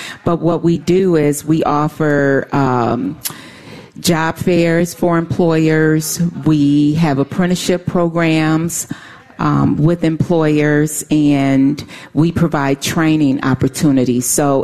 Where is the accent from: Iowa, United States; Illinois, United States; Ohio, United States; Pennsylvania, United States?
Illinois, United States; Chicago; moved away as an adult; now in Will County, United States; Born and raised in Chicago, been in Will County for 20-plus years.